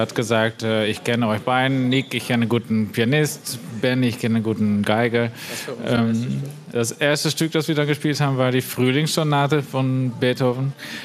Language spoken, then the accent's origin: German; Rotterdam, South Holland, Netherlands; German is a second language; ich komme aus den Niederlanden, ich komme aus Rotterdam